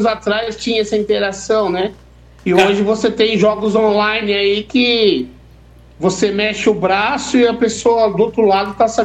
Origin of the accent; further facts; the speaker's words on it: Santo André, São Paulo, Brazil; Eu sou de Santo André, Renato.